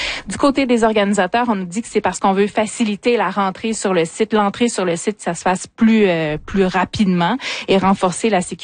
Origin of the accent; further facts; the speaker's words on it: Quebec, Canada; chez nous en Abitibi-Témiscamingue.